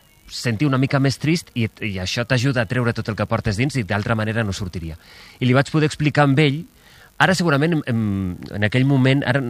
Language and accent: Catalan; Valencia, Valencian Community, Spain; moved away as an adult; now in Barcelona, Spain; Soc de València, quan vaig venir a Barcelona a estudiar el primer any de carrera a l'Autònoma